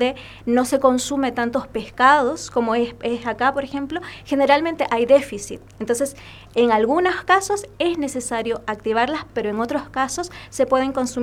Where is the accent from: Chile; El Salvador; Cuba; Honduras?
Chile